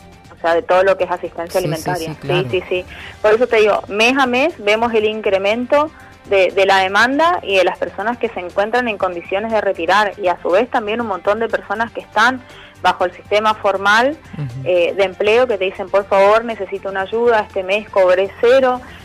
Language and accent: Spanish; Argentina; como somos los argentinos resilientes